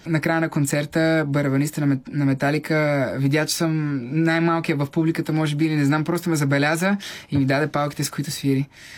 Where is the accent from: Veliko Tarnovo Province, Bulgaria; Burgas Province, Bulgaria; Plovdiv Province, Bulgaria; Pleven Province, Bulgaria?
Pleven Province, Bulgaria; Pleven; Да, аз съм от Плевен, имах едно прекрасно, прекрасно детство, благодарение на моето семейство.